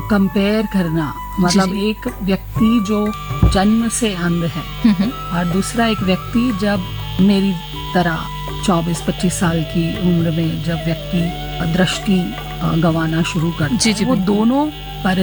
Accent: Gujarat, India; also born or lived in Dahod; मेरी कर्म भूमि अहमदाबाद है, मैं गुजरात से हूँ और मेरी जन्म भूमि दाहोद है। मेरा जन्म दाहोद में हुआ और उसके बाद मेरे पापा की ट्रांसफरेबल जॉब थी तो हमेशा दाहोद से बाहर रहे।

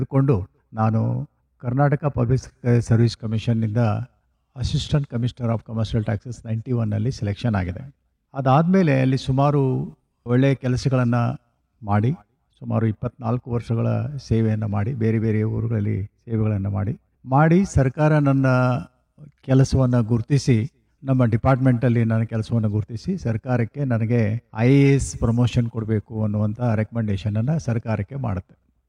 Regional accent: Belagavi district, Karnataka, India; ನಾನು ಮೂಲತಃ ಗ್ರಾಮೀಣ ಭಾಗದಿಂದ ಬಂದವನು, ಬೈಲುಂಗಲ್ ತಾಲೂಕಿನ ಗಂಗನಿಕೊಪ್ಪ ಗ್ರಾಮ, ಸಣ್ಣ ಗ್ರಾಮ. ಆಗಿನ ಸಮಯದಲ್ಲಿ ಸುಮಾರು 1,000 ಪಾಪ್ಯುಲೇಷನ್ ಇರುವಂತಹ ಸಣ್ಣ ಹಳ್ಳಿ. ಈಗ ಸುಮಾರು 2,000 ಜನಸಂಖ್ಯೆ ಇದೆ ನಮ್ಮೂರಲ್ಲಿ.

